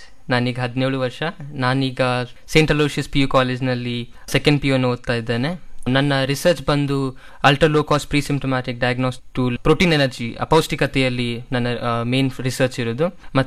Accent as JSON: {"language": "Kannada", "town": "Srirangapatna", "region": "Karnataka", "country": "India", "said": "Resource ಕಾರಣಕ್ಕಾಗಿ ನನ್ನ ಶ್ರೀರಂಗಪಟ್ಟಣದಿಂದ ನಾನು ಮಂಗಳೂರಿಗೆ ಹೋಗಬೇಕಾಯಿತು."}